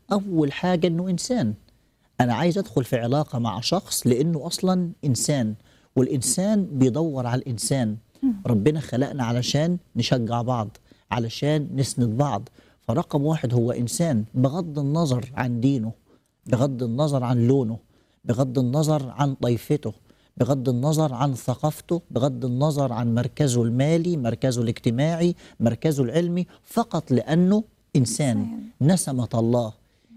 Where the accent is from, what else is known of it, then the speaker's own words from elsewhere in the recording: Upper Egypt, Egypt; دايما يقولوا عندنا في الصعيد الناس بالناس.